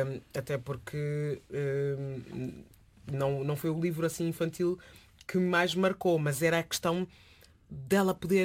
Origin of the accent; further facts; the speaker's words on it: Lisbon, Portugal; sendo lisboeta